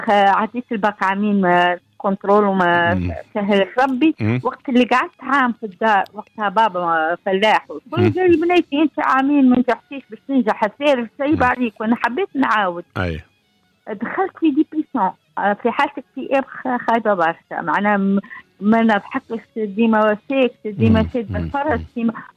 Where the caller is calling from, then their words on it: Tunis, Tunis Governorate, Tunisia; من تونس العاصمة